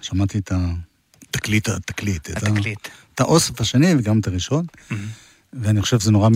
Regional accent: Jerusalem, Jerusalem District, Israel; אני ירושלמי מבית

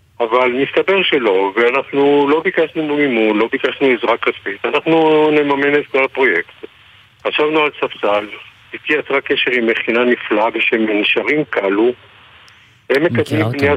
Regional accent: Givatayim, Tel Aviv District, Israel; now in Ramat Gan, Israel; כי אנחנו ילידי, בעצם נולדנו בגבעתיים עוד

